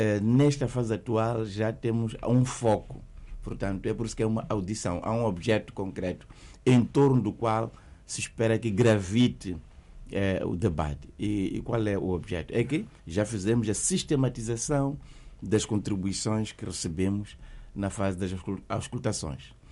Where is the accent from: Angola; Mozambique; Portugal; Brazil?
Mozambique